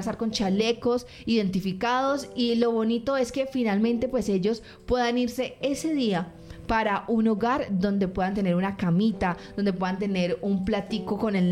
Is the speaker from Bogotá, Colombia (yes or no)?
no; Cali, Valle del Cauca, Colombia; así que también aportemos eso como buenos caleños que somos.